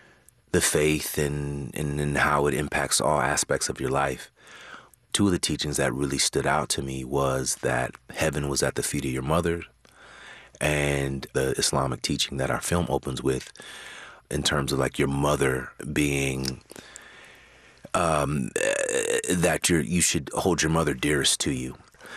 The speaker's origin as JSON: {"language": "English", "region": "California", "country": "United States", "tie": "born or raised there", "said": "my father lived in New York, and I was growing up in California."}